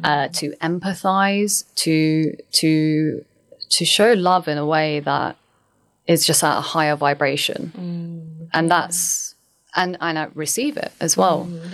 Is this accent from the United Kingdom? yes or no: yes; United Kingdom; as a British Pakistani.